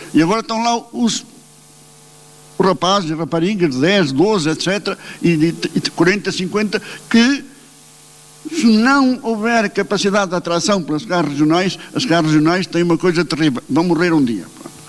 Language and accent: Portuguese; Centro, Portugal; born or raised there